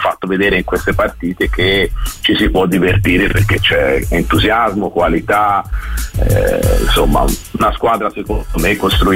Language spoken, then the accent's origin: Italian; Florence, Tuscany, Italy; La piazza si sa tutti, sono fiorentino e tifo Fiorentina da sempre